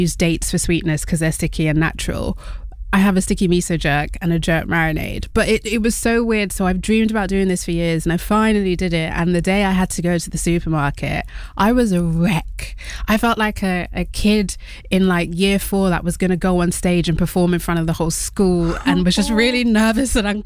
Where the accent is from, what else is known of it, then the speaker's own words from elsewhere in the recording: Wales, United Kingdom; My grandma's like, don't forget to mention you're Welsh. I was like, I am proudly Welsh too.